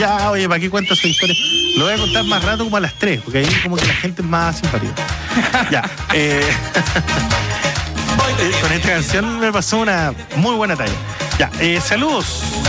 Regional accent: Maule, Chile; de Maule, de la región del Maule, Viña Doña Antonia.

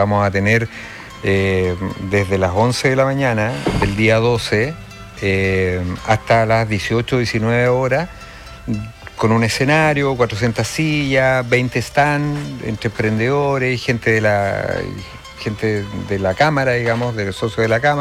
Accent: Viña del Mar, Valparaíso, Chile; born there; also born or lived in Santiago

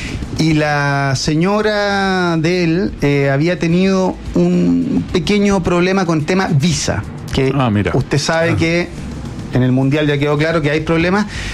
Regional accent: Osorno, Los Lagos, Chile; Sí. Yo soy sureño. Yo soy de Osorno.

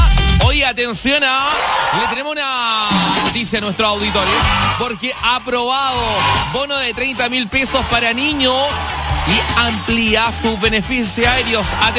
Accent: Chile; Yo fui a última hora, sí, como buen chileno.

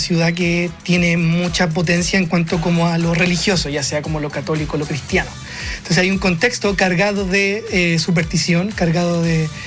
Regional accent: San Bernardo, Santiago Metropolitan, Chile; Sí, yo crecí en San Bernardo, una ciudad muy folclórica que está llena de historias, ¿cierto?

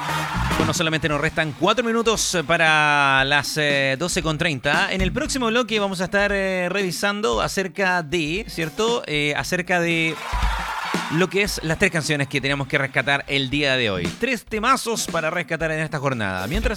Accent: Chile; como somos los chilenos

